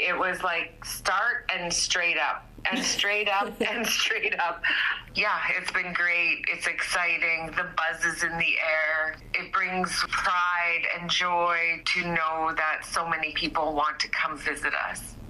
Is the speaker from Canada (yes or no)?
yes; Hay River, Northwest Territories, Canada; now in Fort Smith, Canada; And I was born and raised in Hay River, and I moved to Fort Smith when I was 19, fresh out of high school for a job. And so I have been in Fort Smith now for 32 years